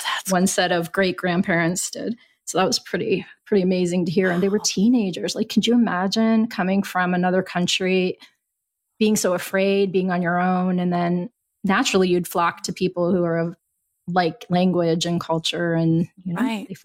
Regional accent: Ohio, United States; born or raised there

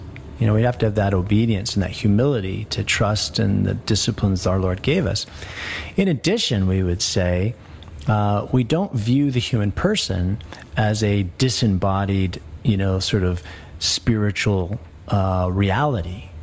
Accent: Colorado, United States; We grew up in Colorado

